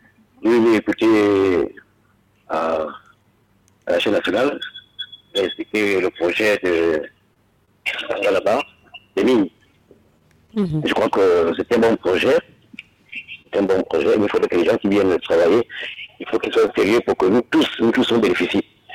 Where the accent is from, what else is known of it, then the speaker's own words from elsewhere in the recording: Gabon; now in Libreville, Gabon; moi, j'ai grandi où l'or, on exploitait à Mikébé. Et moi, aujourd'hui, je suis à Libreville.